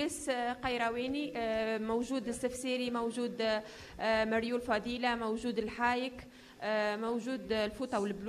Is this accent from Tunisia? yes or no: yes; Kairouan, Kairouan Governorate, Tunisia